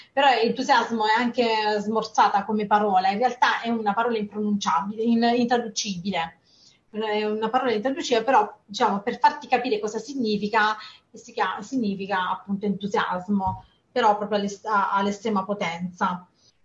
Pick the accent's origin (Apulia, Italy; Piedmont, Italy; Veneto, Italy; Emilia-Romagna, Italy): Apulia, Italy; accent: Apulian; Poi un posto per mangiare i panzerotti, perché io sono pugliese, come appunto si può sentire